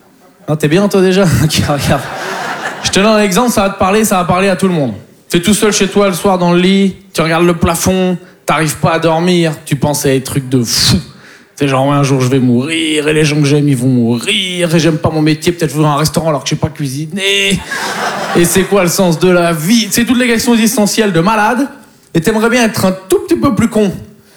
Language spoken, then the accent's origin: French; Poitiers, Nouvelle-Aquitaine, France